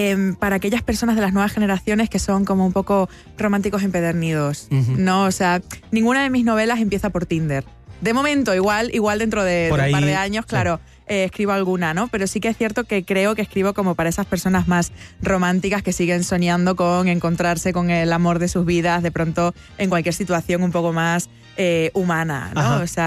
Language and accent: Spanish; Almendralejo, Extremadura, Spain; moved away as an adult; now in Seville, Spain; tengo mi lugar en el mundo tanto en Almendralejo, en mi pueblo natal, como en Sevilla, que es donde vivo actualmente